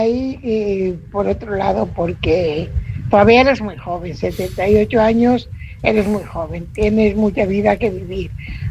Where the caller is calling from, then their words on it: Fuenlabrada, Community of Madrid, Spain; corresponsal de Fuenlabrada.